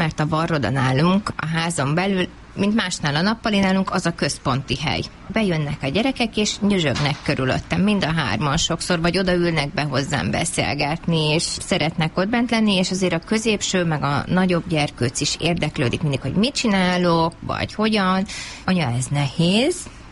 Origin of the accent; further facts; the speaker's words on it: Pincehely, Tolna, Hungary; Mert én viszont Tolna megye Pincehelyről származom